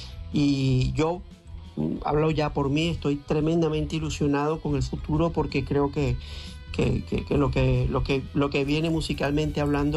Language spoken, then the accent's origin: Spanish; Spain; Hay algún festival al que no hemos entrado porque somos de España.